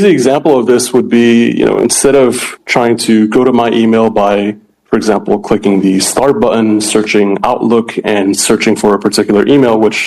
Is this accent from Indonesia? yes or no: yes; Indonesia; moved away as an adult; also born or lived in Singapore; now in San Francisco, United States; I'm originally Indonesian, and I moved to Singapore to study, but now I'm here in San Francisco